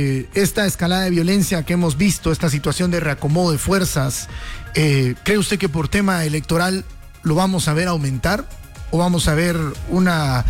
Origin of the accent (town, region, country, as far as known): Guatemala